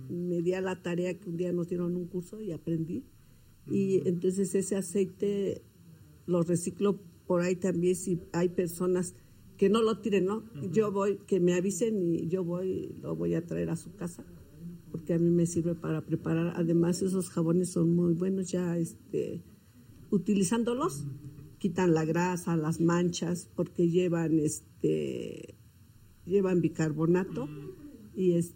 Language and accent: Spanish; Mexico; now in Cuayantla, Mexico; Soy del barrio de Coyotepec, pero ahorita vivo en Cuayantla. Pero mi lugar de origen es Coyotepec.